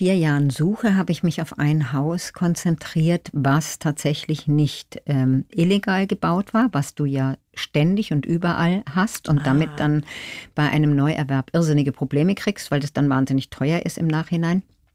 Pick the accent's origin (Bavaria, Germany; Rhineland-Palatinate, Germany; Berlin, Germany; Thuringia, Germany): Bavaria, Germany; Munich; moved away as an adult; now in Lake Bracciano, Italy; wir Münchner sind ja im Grunde die Vorstadt-Italiener